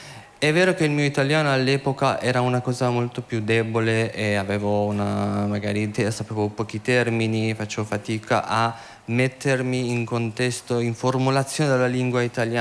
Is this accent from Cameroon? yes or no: no; Iran; first language Persian; Italian is a second language; now in Italy; io sono iraniana senza essere saperlo sono iraniano